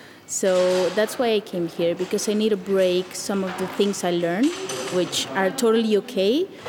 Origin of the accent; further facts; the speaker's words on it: Colombia; studied already visual arts in Colombia. I'm from Colombia. So, yeah, it was a very classical art school when they teach you how to paint, basically.